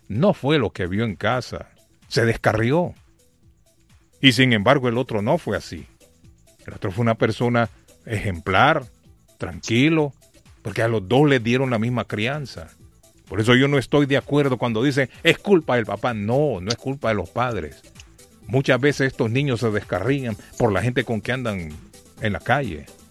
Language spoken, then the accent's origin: Spanish; Honduras; yo les he contado la historia cuando yo vine de Honduras.